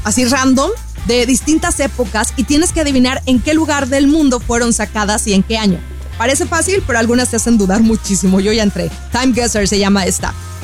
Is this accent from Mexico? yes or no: yes; Sinaloa, Mexico; además es también paisana mía, porque ya saben que yo soy sinaloense